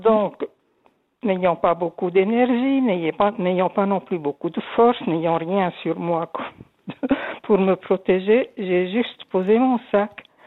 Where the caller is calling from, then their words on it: Switzerland; je vous appelle de la Broye.